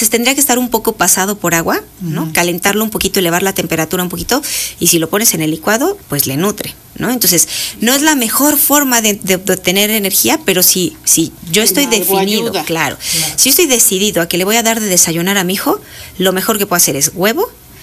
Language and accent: Spanish; Mexico; Los mexicanos somos los que nos queremos parar a las 6 de la mañana.